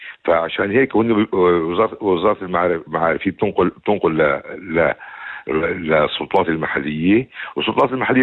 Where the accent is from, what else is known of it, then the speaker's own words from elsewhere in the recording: Israel; احنا كفلسطيني الداخل